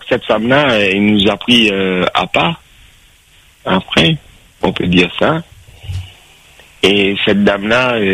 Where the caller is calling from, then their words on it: Bordeaux, Nouvelle-Aquitaine, France; De Bordeaux.